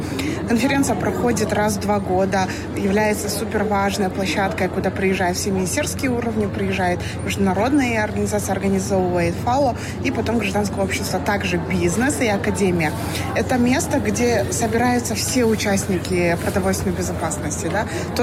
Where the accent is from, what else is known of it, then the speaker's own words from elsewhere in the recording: Kyrgyzstan; Я приехала из Кыргызстана.